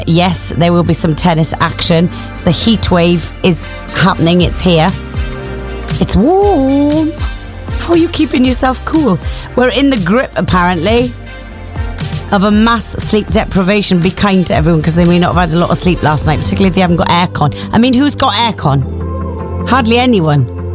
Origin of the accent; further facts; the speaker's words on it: Wales, United Kingdom; Despite the fact that I'm completely Welsh, Chris Hubby is completely English, it's a biggie, the World Cup final in our house.